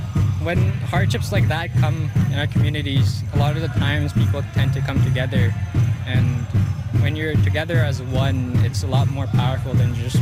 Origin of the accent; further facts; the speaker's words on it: Summer Beaver, Ontario, Canada; I come from Neminamik, which is also known as Summer Beaver.